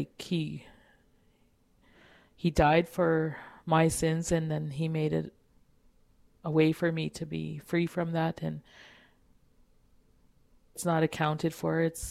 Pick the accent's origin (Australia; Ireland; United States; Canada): Canada; Kikino, Alberta; born or raised there